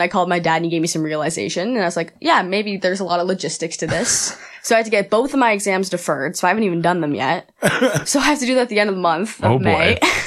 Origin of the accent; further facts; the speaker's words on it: Mount Forest, Ontario, Canada; I'm from Mount Forest.